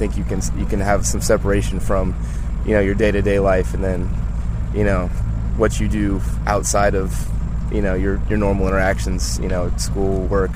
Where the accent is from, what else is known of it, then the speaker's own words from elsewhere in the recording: Atlanta, Georgia, United States; I'm from Atlanta.